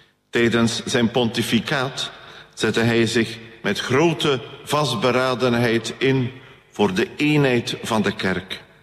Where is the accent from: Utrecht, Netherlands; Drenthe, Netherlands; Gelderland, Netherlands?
Gelderland, Netherlands; Nederasselt; Het klooster in mijn thuisdorp Nederasselt was toegewijd aan de heilige paus Victor de Eerste.